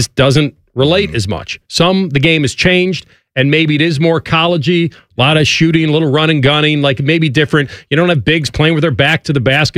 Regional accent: Terre Haute, Indiana, United States; I'm an Indiana boy. I was born in Terre Haute.

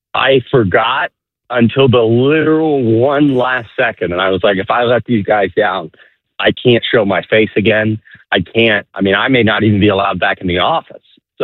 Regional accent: Columbus, Ohio, United States; Growing up in Columbus

